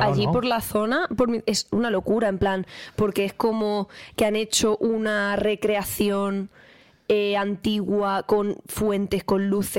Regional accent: Castilla-La Mancha, Spain; Mi pueblo que está cerquita, a una hora de Toledo

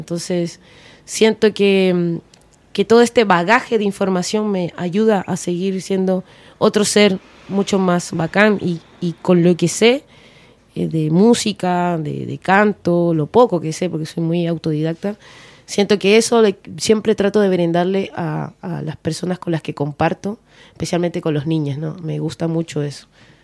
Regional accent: Peru; moved away as an adult; now in Chile; vine a los 19. Tengo un año más aquí viviendo en Chile. O sea, yo soy mitad chilena, mitad peruana. Tengo una esencia y unos valores bien peruanos

